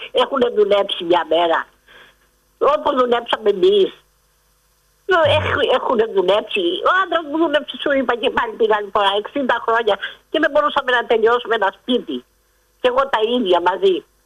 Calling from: Spata, Attica, Greece; από τα Σπάτα.

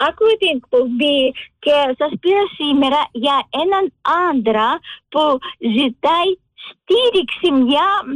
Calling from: Nea Smyrni, Attica, Greece; από τη Νέα Σμύρνη.

